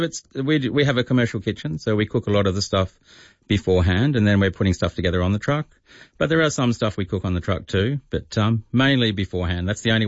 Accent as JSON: {"language": "English", "country": "Australia", "tie": "born or raised there", "said": "growing up in Australia"}